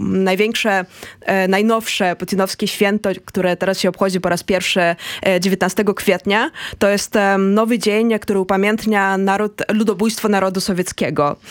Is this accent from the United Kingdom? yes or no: no; Smolensk, Smolensk Oblast, Russia; moved away as an adult; also born or lived in Moscow; ja pochodzę ze Smoleńska. Smoleńsk znajduje się w kilku kilometrach od Katynia i ja akurat kończyłam szkołę we wczesnych latach 2000